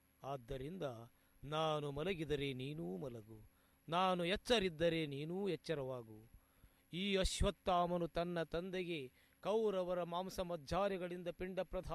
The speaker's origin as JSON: {"language": "Kannada", "region": "Karnataka", "country": "India", "said": "ನಮ್ಮ ಊರು ಬಯಲು, ಅಲ್ಲಿ ಗಿಡ ಮರಗಳು ಬಹಳಷ್ಟು ಕಡಿಮೆ."}